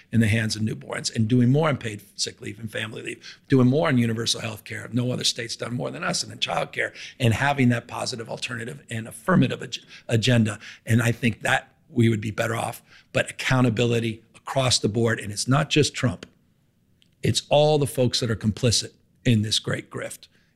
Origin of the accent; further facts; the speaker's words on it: California, United States; Maybe it's because I'm from the Bay Area. Maybe it's because of California.